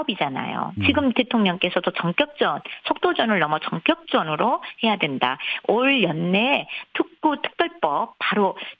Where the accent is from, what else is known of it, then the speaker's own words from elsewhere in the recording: Mokpo, South Jeolla, South Korea; 저는 목포 사람이고